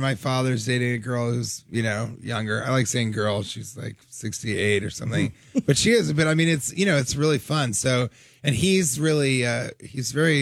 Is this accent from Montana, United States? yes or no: no; Denver, Colorado, United States; now in New York City, United States; But yeah, originally from Denver.